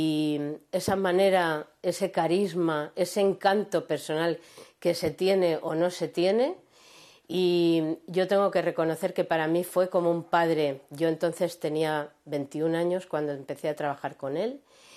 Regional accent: Spain

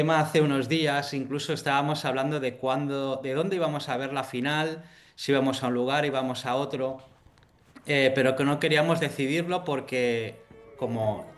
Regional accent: Spain

